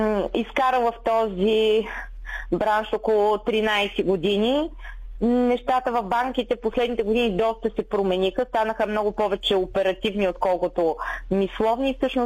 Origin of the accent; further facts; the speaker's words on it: Kardzhali, Kardzhali Province, Bulgaria; moved away as an adult; also born or lived in Sofia; идвам от София, където работех в сферата на маркетинга и рекламата. Идвайки в град Кърджали, любовта ме върна в моя роден град.